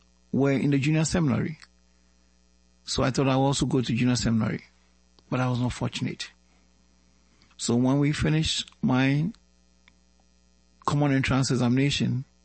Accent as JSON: {"language": "English", "country": "Ghana", "tie": "born there", "said": "I was born in Ghana to a family of six. I happen to be the fifth boy of the family."}